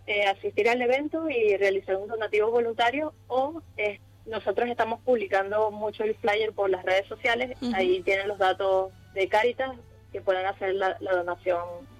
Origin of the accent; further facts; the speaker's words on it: Venezuela; now in Ceuta, Spain; Yo soy venezolana y llevo más de 4 años danzando con la asociación.